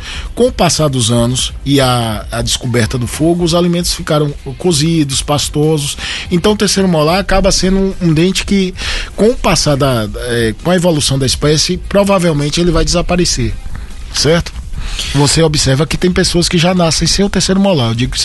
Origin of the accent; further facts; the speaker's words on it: Rui Barbosa, Bahia, Brazil; born there; Sou de Rui Barbosa, sim. Nasci em Rui Barbosa.